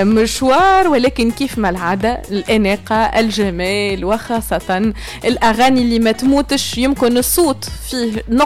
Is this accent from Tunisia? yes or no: yes; Tunisia; من احسن الاصوات اللي عندنا في تونس